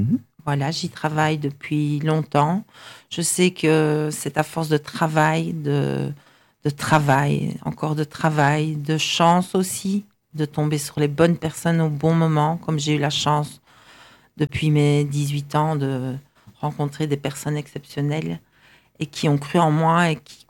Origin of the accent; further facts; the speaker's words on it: Esneux, Wallonia, Belgium; Je viens d'Esneux.